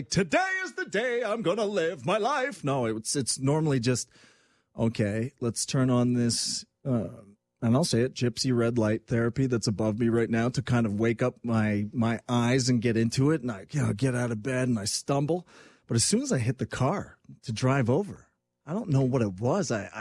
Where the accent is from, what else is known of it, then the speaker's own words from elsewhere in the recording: Quebec, Canada; growing up in Quebec meant to me